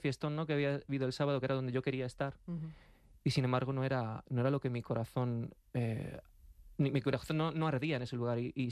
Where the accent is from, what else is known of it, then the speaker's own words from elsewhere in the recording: Alcalá de Henares, Community of Madrid, Spain; yo soy de Alcalá de Henares, nacido